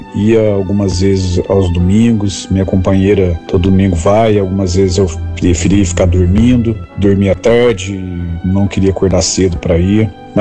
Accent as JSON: {"language": "Portuguese", "town": "Varginha", "region": "Minas Gerais", "country": "Brazil", "said": "sou aqui da cidade de Varginha, Minas Gerais."}